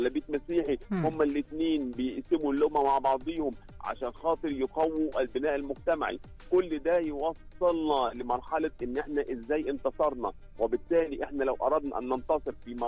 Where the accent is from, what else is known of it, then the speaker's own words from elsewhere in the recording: Egypt; احنا مصريين